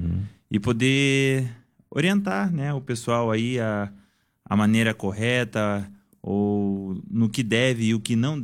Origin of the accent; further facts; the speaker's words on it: Telêmaco Borba, Paraná, Brazil; sou natural aqui de Telemaco Borba. … né, diretor ali do Colégio Positivo, filho da Cíntia … que foi prefeito aqui em Telemaco Borba.